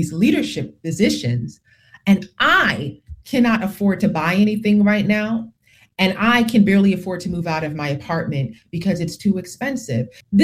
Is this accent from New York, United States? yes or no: yes; Brownsville, New York, United States; I didn't grow up with a silver spoon. I grew up in Brownsville, right? With the most of the time with a single mother.